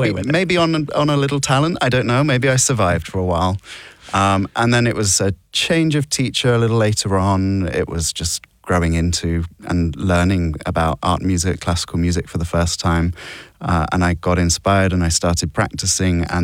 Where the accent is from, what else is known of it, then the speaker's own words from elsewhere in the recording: Guernsey; First of all, I was lucky growing up in Guernsey, where music and music education is strong.